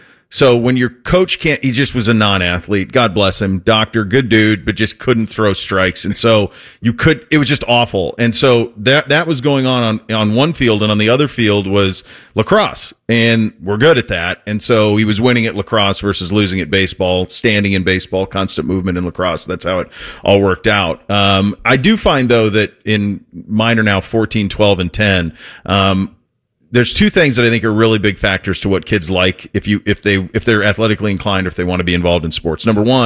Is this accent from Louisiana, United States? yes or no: no; Montana, United States; moved away; I grew up in Montana.